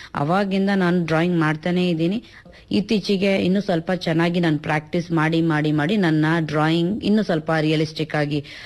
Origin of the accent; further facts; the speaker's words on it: Hiriyur, Karnataka, India; now in Bangalore, India; ನಾನು ಹಿರಿಯೂರವಳು, ಹಿರಿಯೂರು ತಾಲೂಕು, ಚಿತ್ರದುರ್ಗ ಡಿಸ್ಟ್ರಿಕ್ಟ್.